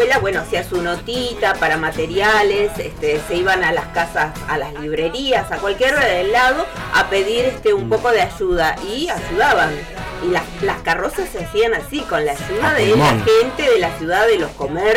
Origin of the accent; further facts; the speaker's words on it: Río Gallegos, Santa Cruz, Argentina; porque yo nací aquí en Río Gallegos